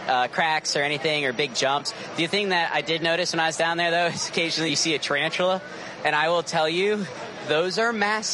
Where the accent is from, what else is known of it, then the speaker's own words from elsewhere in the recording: Woodbury, Connecticut, United States; growing up in Connecticut, there are so many good roads to choose from. I mean, you just take off any side street, especially where I lived in Woodbury.